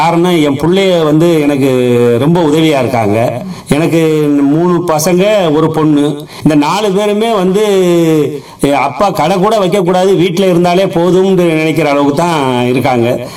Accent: Pamban, Tamil Nadu, India; நான் பிறந்தது வளர்ந்தது எல்லாமே ராமேஸ்வரம் தீவு தானே, என் பாட்டையும் பூட்டையும் முப்பாட்டையும் எல்லாமே ராமேஸ்வரத்துல தான், பாமன்ல தான் பிறந்தோம், ஒரே தெருல தான் பிறந்தோம், இடமும் ஒரே இடம் தான்.

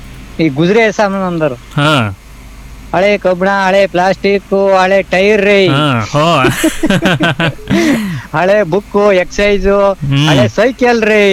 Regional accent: Karnataka, India; born there; ಹಿಂದೆ ನಾವು ಸಣ್ಣ ಮಕ್ಳಿದ್ದಾಗ ನಮ್ಮ ಹಳೆಕಟ್ಟೆ ಇದೆ ಒಂದು ಊರ ಮಧ್ಯದಲ್ಲಿ

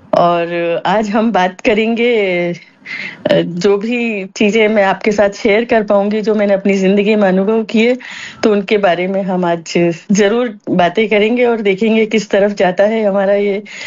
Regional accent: Rajasthan, India; मेरा बचपन राजस्थान में ही छोटे रेलवे स्टेशन पे बीता 7th स्टैंडर्ड तक।

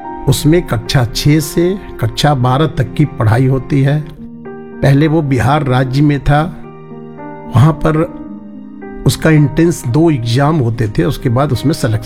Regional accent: Netarhat, Jharkhand, India; now in Gonda, India; मैं मूल रूप से झारखंड राज्य के एक छोटे से स्थान है, पठारी प्रदेश है वो, नेतरहाट। बड़ी रमणीक स्थान है, प्राकृतिक दृश्य के लिए बहुत फेमस जगह है वो। वहाँ का मैं रहने वाला हूँ, वही मेरा जन्म स्थान है

